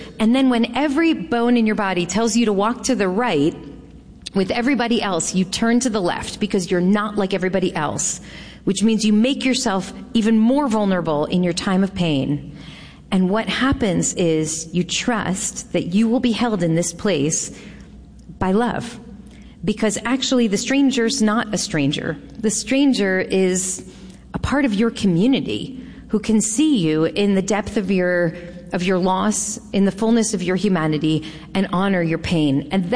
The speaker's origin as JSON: {"language": "English", "country": "United States", "said": "as a young mother, and as a human being, as an American, and as a Jew."}